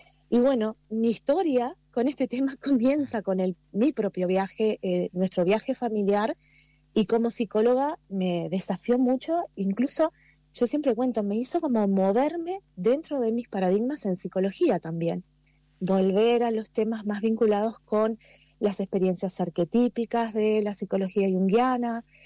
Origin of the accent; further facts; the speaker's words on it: Las Piedras, Canelones, Uruguay; yo soy de Las Piedras